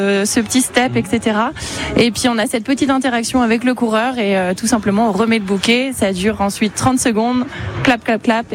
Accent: Angers, Pays de la Loire, France; moi je suis angevine.

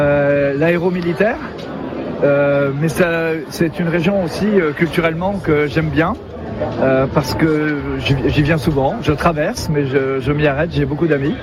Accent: Brittany, France; Je suis breton, bien sûr, je suis un mangeur de sardines, je suis un mangeur de maquereau.

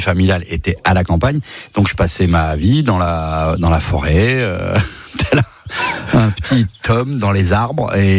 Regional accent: Auvergne-Rhône-Alpes, France; also born or lived in Valence; Et donc, je suis né à Valence, mais on m'a vite ramené en Ardèche, de l'autre côté du Rhône.

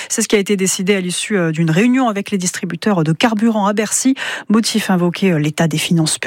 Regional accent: Corsica, France; Chez nous en Corse, le litre à la pompe avoisine les 2,40

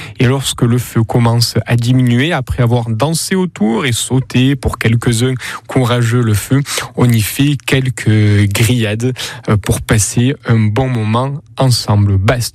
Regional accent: Provence-Alpes-Côte d'Azur, France; jusque chez nous, dans le Comtat

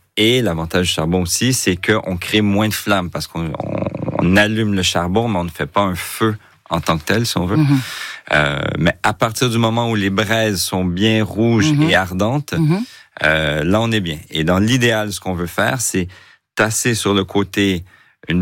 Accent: Quebec, Canada; now in France; Exactement. En France, quand je suis arrivé il y a une quinzaine d'années, c'était assez peu commun, si on veut.

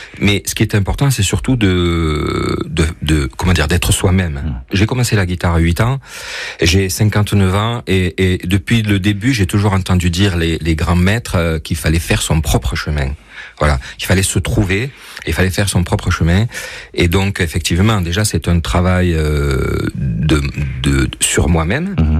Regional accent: France; born there; moi je suis d'origine espagnole, mais je suis français, né en France, et je me considère vraiment français

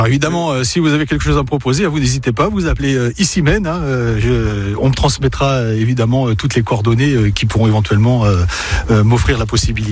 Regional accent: Fresnay-sur-Sarthe, Pays de la Loire, France; moved away as an adult; also born or lived in Bordeaux; je suis sartois d'origine, j'ai passé mon enfance à Fresnes-sur-Sarthe.

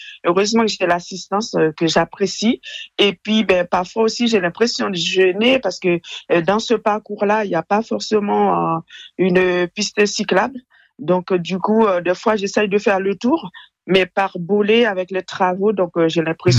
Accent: Le Mans, Pays de la Loire, France; parce que moi, comme je suis du Mans, je travaille pour la ville de Coulaines.

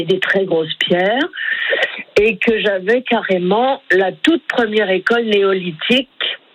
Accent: Brittany, France; Moi, je connais les deux côtés, puisque je suis de Rennes, Saint-Malo, Dinard.

